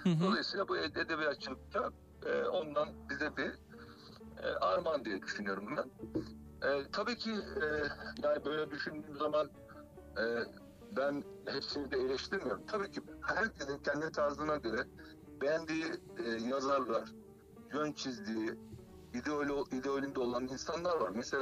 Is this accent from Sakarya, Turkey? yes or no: yes; Sakarya, Turkey; tabii benim memleketim Sakarya gelinim ben.